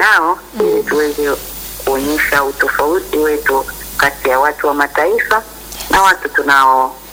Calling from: Nzega, Tabora, Tanzania

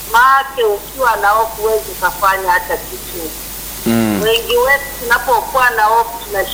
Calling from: Busega District, Simiyu, Tanzania; Ni papa … Kona, wilaya ya Busega, mkoa wa Simiyu.

